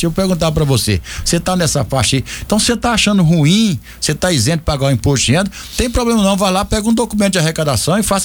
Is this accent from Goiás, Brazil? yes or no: yes; Goiás, Brazil; born there